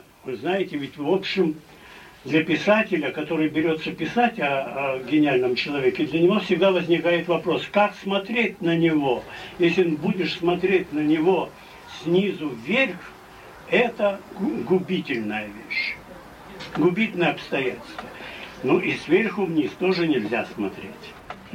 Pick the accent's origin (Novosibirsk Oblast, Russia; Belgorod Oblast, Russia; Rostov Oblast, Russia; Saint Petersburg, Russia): Saint Petersburg, Russia; С детства мы все, питерцы, живем среди Петра. Живем с Петром.